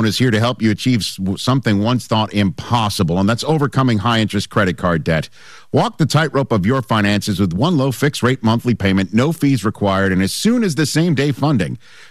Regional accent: New York, United States; No, I'm from New York, and I'm a thin crust guy.

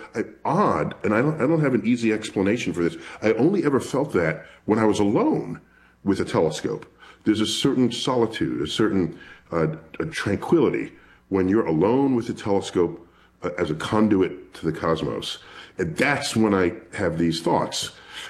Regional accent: New York City, New York, United States; a first visit to my local planetarium, born and raised in New York City.

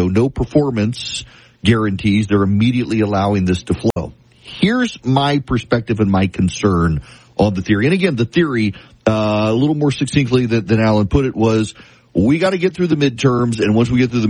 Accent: Atlanta, Georgia, United States; And, you know, as someone from the Atlanta area, what I appreciate about both Tulsa and Oklahoma City

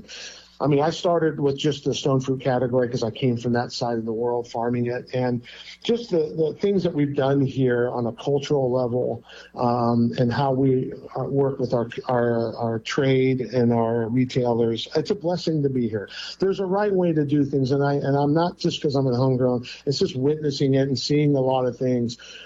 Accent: California, United States; It is a mirror image of what I grew up with here in California

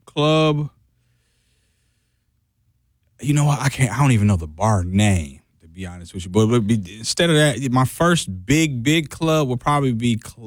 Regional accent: Milwaukee, Wisconsin, United States; East side of Milwaukee, man.

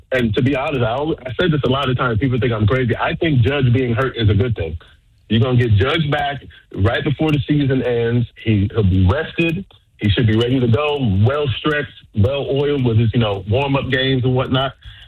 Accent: New York, United States; now in California, United States; Growing up in the Bronx

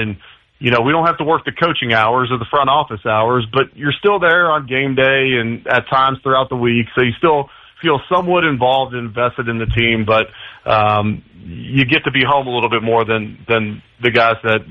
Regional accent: Cincinnati, Ohio, United States; moved away; I grew up in Cincinnati

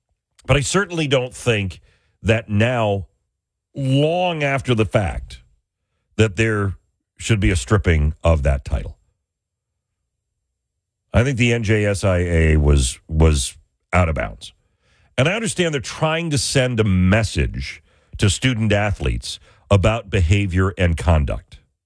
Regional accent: New York, United States; I grew up outside of Buffalo in a very rural town in western New York

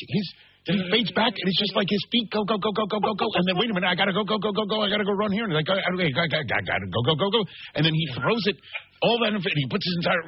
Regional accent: New York, United States; I'm a New Yorker, you know. I'm a native New Yorker, I'm a native Jewish New Yorker, which means I'm built with a certain sense of, you know, dread, guilt, anxiety, angst.

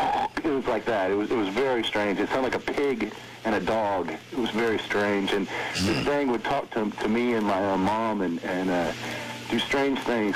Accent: Houston, Texas, United States; I'm from Houston, Texas.

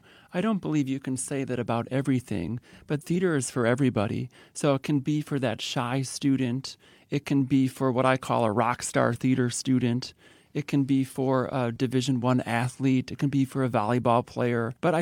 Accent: Wauwatosa, Wisconsin, United States; Well, I grew up in the Wauwatosa School District and had a wonderful time. And I did go to Wauwatosa East, the other high school in the district.

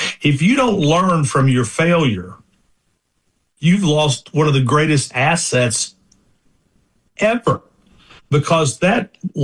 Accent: Kentucky, United States; I'm from Kentucky

